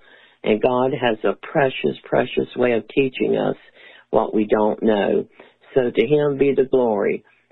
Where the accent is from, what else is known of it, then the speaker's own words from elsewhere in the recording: Florida, United States; I'm from Florida.